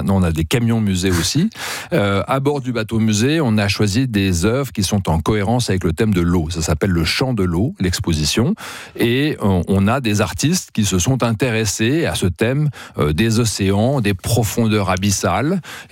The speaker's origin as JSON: {"language": "French", "country": "France", "said": "On est français, pourquoi ? Pas parce qu'on parle français uniquement ou qu'on a un passeport français."}